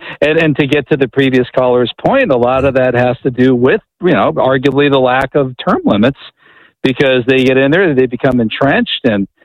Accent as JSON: {"language": "English", "town": "Butler", "region": "Pennsylvania", "country": "United States", "tie": "born or raised there", "said": "I grew up in Butler, Pennsylvania in the 1980s"}